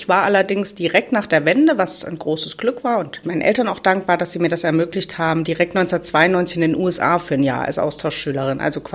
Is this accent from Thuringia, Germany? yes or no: yes; Thuringia, Germany; now in Dresden, Germany; Aber ich komme natürlich aus Thüringen und ich bin Thüringerin. Und das bleibe ich auch den Rest meines Lebens, auch wenn ich vermutlich in Sachsen alt werde.